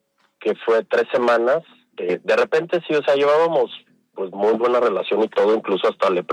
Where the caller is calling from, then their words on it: León, Guanajuato, Mexico; Buenas noches … de León, Guanajuato.